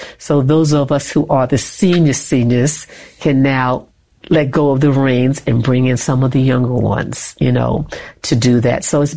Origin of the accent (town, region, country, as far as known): New York, United States; accent: New York